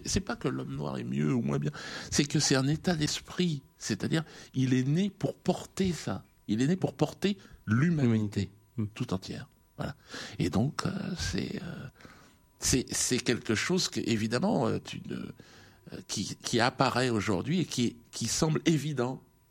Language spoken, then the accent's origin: French; Cameroon; En tant que Camerounais, si tu veux, je sais ce qu'a fait De Gaulle au Cameroun.